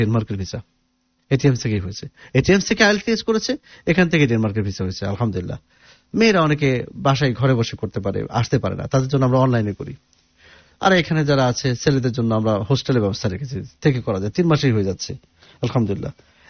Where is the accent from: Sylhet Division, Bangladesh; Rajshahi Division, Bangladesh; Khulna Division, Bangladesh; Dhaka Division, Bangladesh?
Khulna Division, Bangladesh; Kushtia; সত্যি একটা এক্সাম্পল বলি, আমার বাড়ি কুষ্টিয়াতে, তো আমার বাড়ি যেখানে তার কাছেই ঠিক আরেকজনের বাড়ি